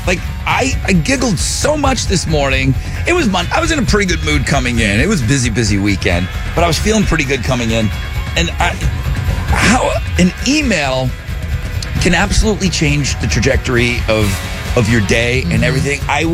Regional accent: North Tonawanda, New York, United States; moved away; My hometown of North Tonawanda.

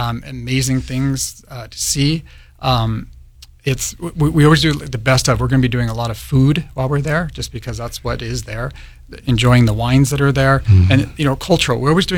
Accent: California, United States; I grew up in California

